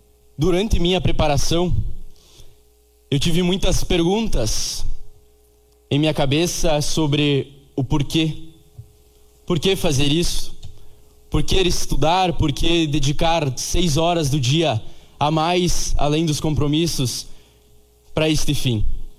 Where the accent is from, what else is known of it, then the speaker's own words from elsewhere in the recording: Garibaldi, Rio Grande do Sul, Brazil; Me orgulho em falar que sou gaúcho e sou gaúcho serrano, porque aqui nós tivemos algo diferente do resto do estado. Tivemos uma miscigenação da cultura italiana com a já existente no Rio Grande do Sul